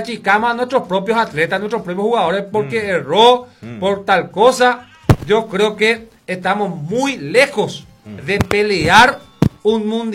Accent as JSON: {"language": "Spanish", "country": "Paraguay", "said": "Si pensamos todavía como paraguayo"}